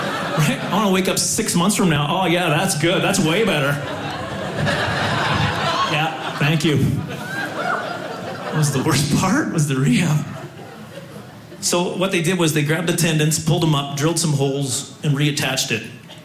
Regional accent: Canada; Like, I'm from Canada, I know cold.

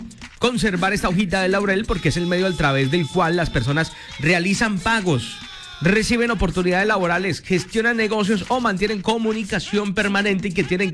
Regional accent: Colombia; Así somos los colombianos

